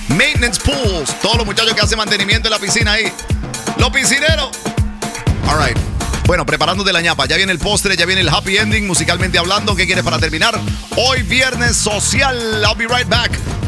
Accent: El Salvador; Soy salvadoreño. Voy para allá, hermano.

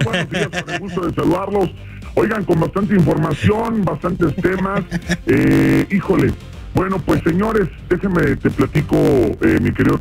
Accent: Mexico; Yo sigo siendo mexicano

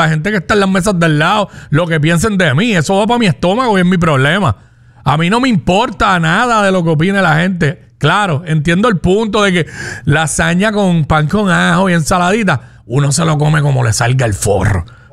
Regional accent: Cabo Rojo, Puerto Rico; moved away; como yo me crié en Cabo Rojo

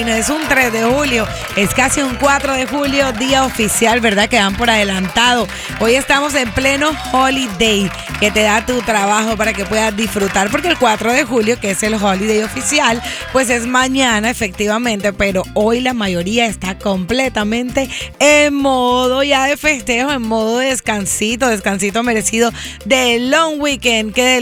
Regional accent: Colombia; Hoy juegan mi tierrita, Colombia.

